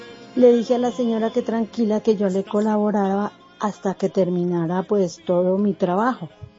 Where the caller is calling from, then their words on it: Bogotá, Colombia; llamo de Alcázar, desde Bogotá.